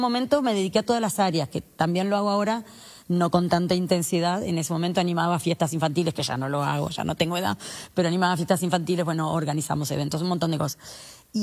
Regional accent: Punta del Este, Maldonado, Uruguay; Soy de Punta del Este, en Punta del Este. Y sí, y siempre, y me, digamos, estudié en Montevideo también

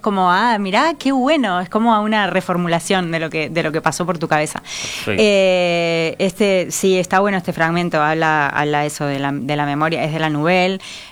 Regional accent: Uruguay; now in Pyrenees, Spain; mi país de origen

